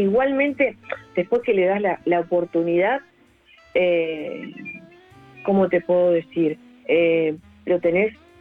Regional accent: Vicente López, Buenos Aires Province, Argentina

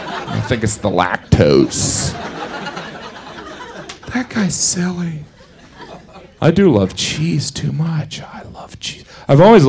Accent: Indiana, United States; I grew up in Indiana, and I was back home walking around the Kmart in our town

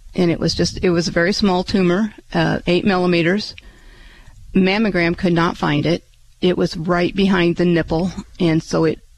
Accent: Auburn, Illinois, United States; Raised in Auburn. I went to school here, graduated high school, met my husband, got married, may had a family.

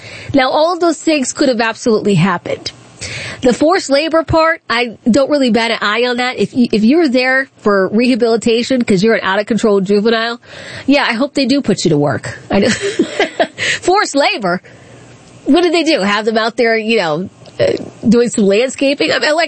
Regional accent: Accokeek, Maryland, United States; I went to Gwynn Park High School. I grew up in Accokeek

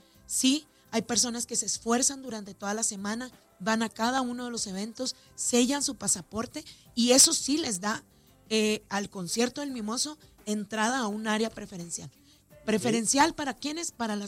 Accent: Ciudad Juárez, Chihuahua, Mexico; yo soy de Ciudad Juárez.

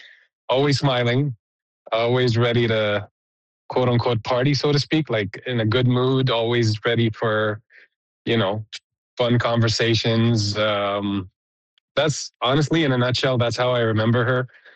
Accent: Canada; as a Canadian society, as a nation

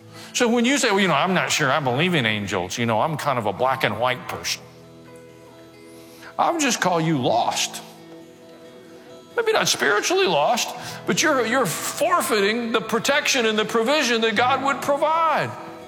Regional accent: the South, United States; I was raised in the South

